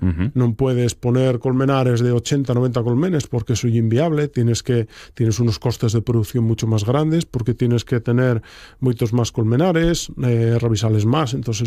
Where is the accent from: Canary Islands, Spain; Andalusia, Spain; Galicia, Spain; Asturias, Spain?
Asturias, Spain; Oviedo; moved away as an adult; Yo nací en Oviedo y críame en Oviedo y pasé toda la vida en Oviedo hasta los 27 o 28.